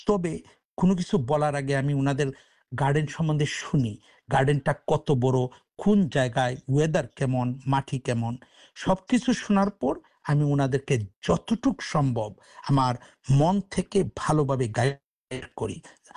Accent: Bangladesh; now in Sydney, Australia; যেহেতু আমি বাংলাদেশে আমার জন্ম এবং বেড়ে ওঠা, আর আমাদের বাংলাদেশের জাতীয় ফল ছিল কাঁঠাল

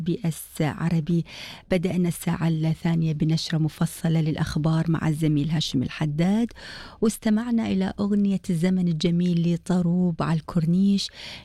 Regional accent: Iraq; moved away; طبعا إحنا لما كنا صغار بالعراق كان في فقرة منوعات أغاني يعني تتصدرها السيدة … أيضا. فعندي ميموري ذاكرة منذ الطفولة، كبرت على أغاني … ، كان كثير تطلع عندنا بالعراق بالتلفزيون العراقي.

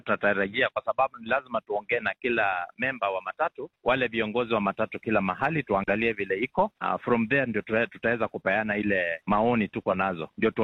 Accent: Kenya; sisi wote ni wa Kenya

